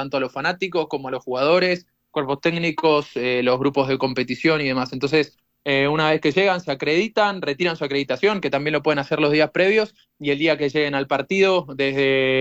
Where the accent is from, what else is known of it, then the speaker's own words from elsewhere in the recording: Buenos Aires, Argentina; born there; Exactamente, Buenos Aires.